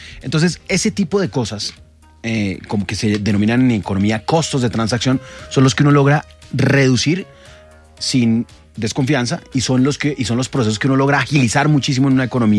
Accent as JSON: {"language": "Spanish", "country": "Colombia", "said": "como colombianos tenemos que hacer un cambio de mentalidad"}